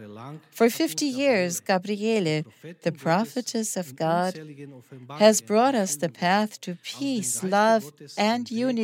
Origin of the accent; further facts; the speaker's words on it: Croatia; moved away; I am originally from Croatia